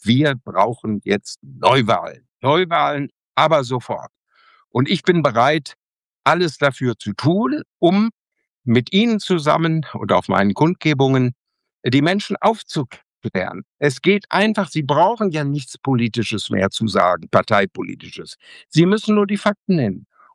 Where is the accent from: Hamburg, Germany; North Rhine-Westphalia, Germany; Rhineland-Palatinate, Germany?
North Rhine-Westphalia, Germany; Donnerstag, der 8. Oktober bin ich in Bünde in Westfalen, in meiner Heimat Ostwestfalen in der Stadthalle.